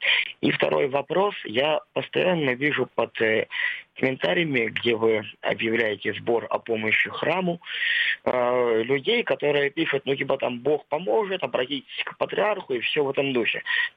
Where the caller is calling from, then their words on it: Sergiyev Posad, Moscow Oblast, Russia; я из Сергиев Посада.